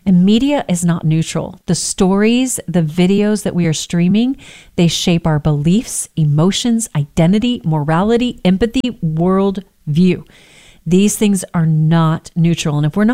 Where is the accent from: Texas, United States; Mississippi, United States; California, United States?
Texas, United States; I grew up in Texas.